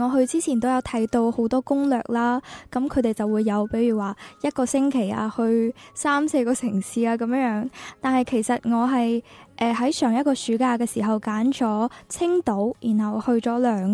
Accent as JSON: {"language": "Cantonese", "town": "Guangzhou", "region": "Guangdong", "country": "China", "said": "我系嚟自广州嘅。"}